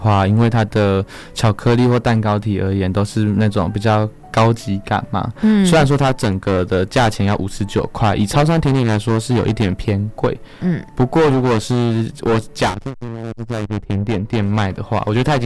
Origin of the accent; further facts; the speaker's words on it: Nantou County, Taiwan; 我的家乡。